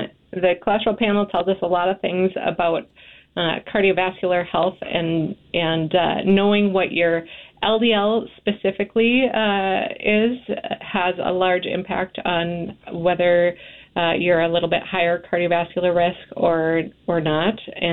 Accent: Moorhead, Minnesota, United States; moved away as an adult; also born or lived in Grand Forks, North Dakota; now in Alexandria, United States; Yeah, I grew up in Moorhead, Minnesota

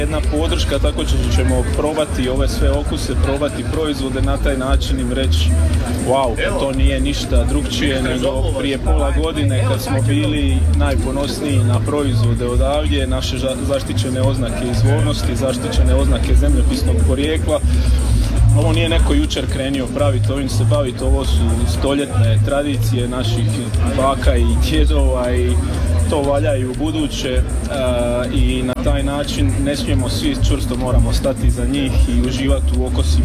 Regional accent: Vukovar, Vukovar-Syrmia County, Croatia; pa ja sam iz Vukovara pa ih smatram svojima

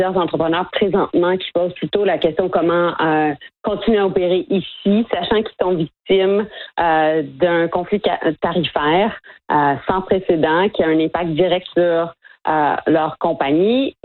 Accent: Canada

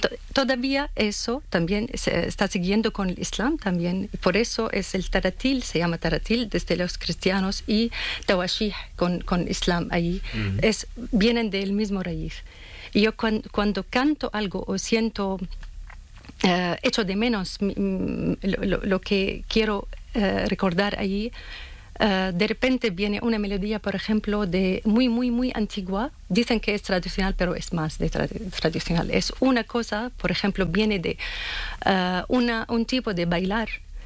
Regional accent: Damascus, Damascus Governorate, Syria; also born or lived in Homs; Sí, de Homs. Uh-huh. Pero aunque crecí en Damasco, pero nací en Homs.

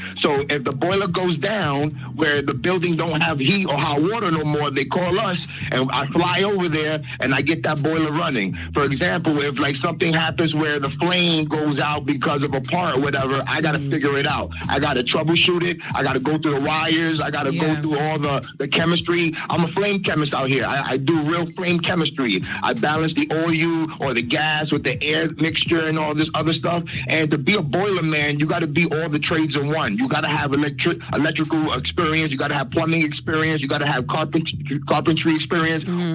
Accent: New York City, New York, United States; Nah, I'm from New York City. I'm from Harlem.

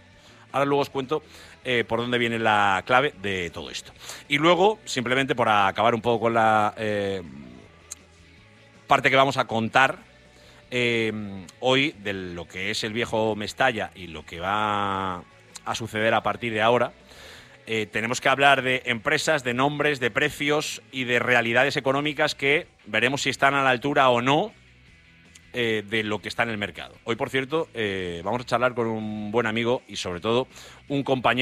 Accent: Valencia, Valencian Community, Spain

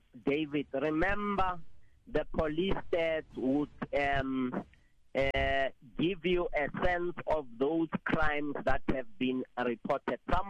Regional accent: Bekkersdal, Gauteng, South Africa; starting from my hometown. You know, I'm from Bekkersdal.

